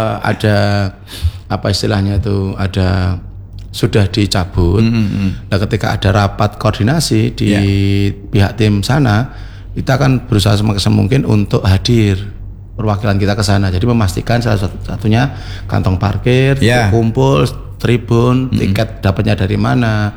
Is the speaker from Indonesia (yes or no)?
yes; Papua, Indonesia; Pasti kan kalau Persibola di Jogja kan pasti banyak kawan-kawan kita orang Papua kan di sana.